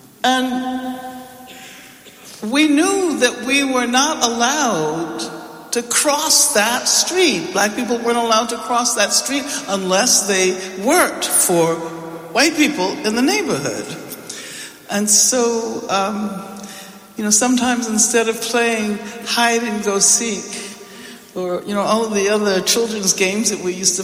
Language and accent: English; Birmingham, Alabama, United States; I was born in 1944 in Birmingham, Alabama, at a time when the government of the city and of the state were literally in the hands of the Ku Klux Klan.